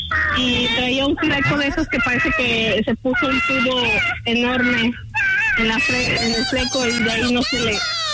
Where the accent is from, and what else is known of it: Mexico City, Mexico; born there